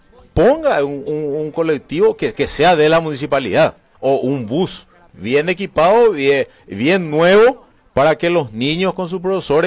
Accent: Carapeguá, Paraguarí, Paraguay; nosotros somos los carapegueños, somos los de Cuapoilón

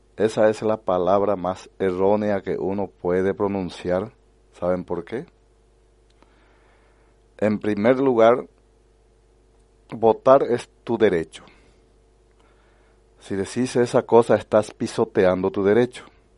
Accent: Luque, Central, Paraguay; Porque yo recuerdo cuando llegué recién en este lugar, vine de la ciudad de Luque y en el 2013, si mal no recuerdo, tenía que ir a votar en Luque todavía.

